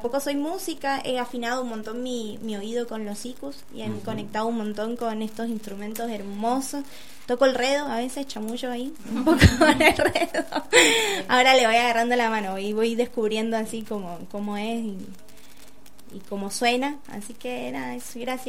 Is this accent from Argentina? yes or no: yes; Buenos Aires, Argentina; now in Mendoza, Argentina; yo soy otra madre. Otra madre porteña también